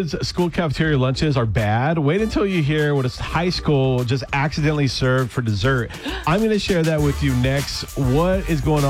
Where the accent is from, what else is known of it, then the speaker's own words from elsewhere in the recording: New Mexico, United States; I survived school lunches right here in New Mexico.